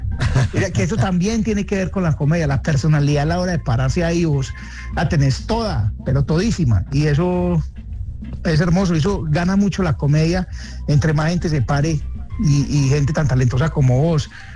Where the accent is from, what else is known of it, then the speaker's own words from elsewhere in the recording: Colombia; no somos los paisas, los colombianos